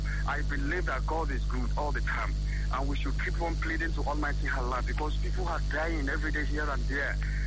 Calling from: Niger State, Nigeria; I am calling from Niger State.

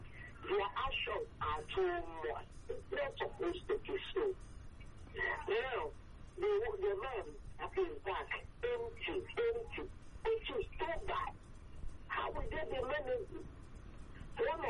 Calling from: Ikorodu, Lagos, Nigeria; But I'm here from Ikorodu.

